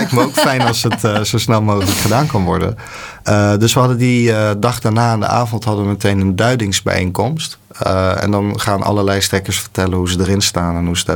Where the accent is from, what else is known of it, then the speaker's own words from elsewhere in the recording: Netherlands; now in Gouda, Netherlands; Ik voel me echt gewoon een Nederlander.